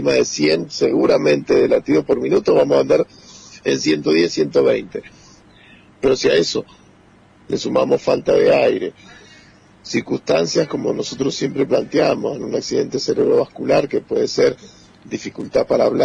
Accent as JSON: {"language": "Spanish", "country": "Argentina", "said": "nosotros como argentinos"}